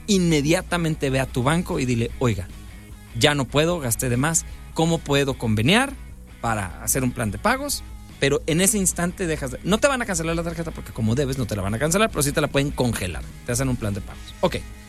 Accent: Guadalajara, Jalisco, Mexico; now in Culiacán, Mexico; Es una de las razones por las que yo me fui a vivir a Culiacán. Yo soy de Guadalajara, pero me fui a Culiacán porque eso, había bonanza

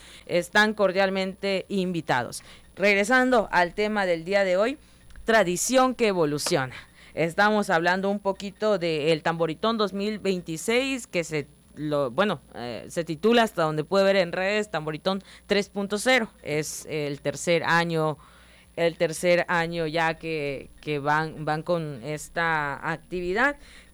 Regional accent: Tabasco, Mexico; somos tabasqueños

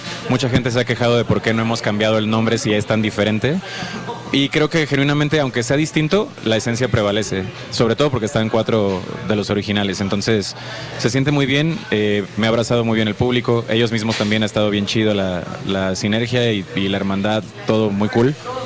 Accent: Guadalajara, Jalisco, Mexico; yo soy de Guadalajara

